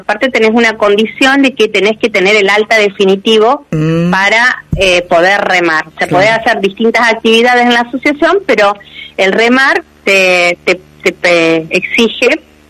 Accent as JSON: {"language": "Spanish", "region": "Santa Fe", "country": "Argentina", "said": "Y como vos decías, somos tres santafesinas."}